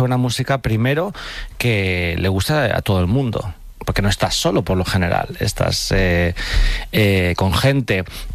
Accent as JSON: {"language": "Spanish", "town": "Alcorcón", "region": "Community of Madrid", "country": "Spain", "said": "Cuando decían, ¿tú de dónde eres? Yo decía, Alcorcón. La gente era como... ¿Sabes? En plan, como que les parecía gracioso ser de Alcorcón. Y yo, ¿qué pasa? En plan, para mí ser de Alcorcón era normal."}